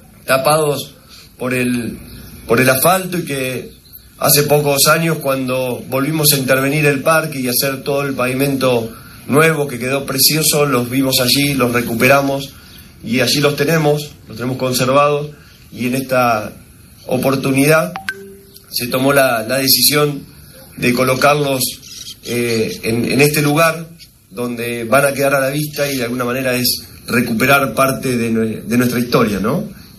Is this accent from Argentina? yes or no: yes; Argentina